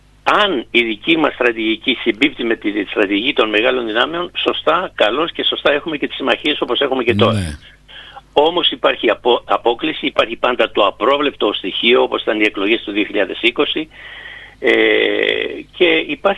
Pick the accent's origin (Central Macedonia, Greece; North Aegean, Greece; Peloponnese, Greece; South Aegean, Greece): North Aegean, Greece; Chios; στην πατρίδα μου, στη Χίο